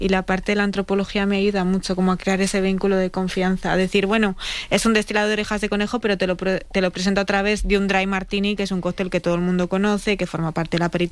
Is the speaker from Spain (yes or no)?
yes; Laguna de Duero, Castile and León, Spain; yo soy de Laguna de Duero, un pueblo muy pequeñito dentro de Valladolid. Bueno, pequeñito, tiene 20.000 habitantes, pero bueno, un pueblo, Castilla Profunda.